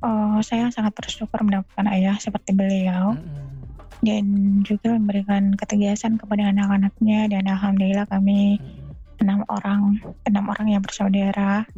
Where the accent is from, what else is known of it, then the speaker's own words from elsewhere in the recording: Sulawesi, Indonesia; walaupun saya orang Sulawesi, tapi ya menikah sama orang Maluku itu sudah jadi ini juga, harus suara harus besar.